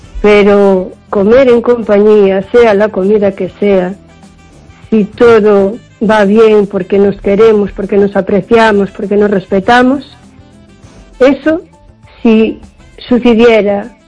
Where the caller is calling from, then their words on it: O Carballiño, Galicia, Spain; de Carballiño.